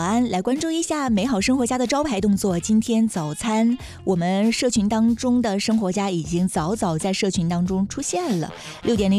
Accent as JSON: {"language": "Chinese", "region": "Northeast China", "country": "China", "said": "咱们东北人真的很喜欢馅儿食哈"}